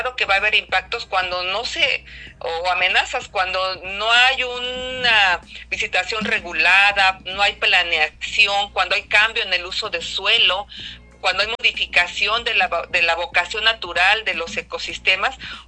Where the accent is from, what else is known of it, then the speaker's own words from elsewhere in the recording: La Paz, Baja California Sur, Mexico; now in Mazatlán, Mexico; Yo soy de Baja California Sur, de La Paz, ahorita vivo en Mazatlán, pero soy de La Paz.